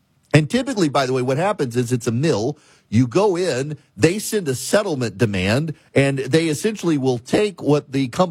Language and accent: English; Louisiana, United States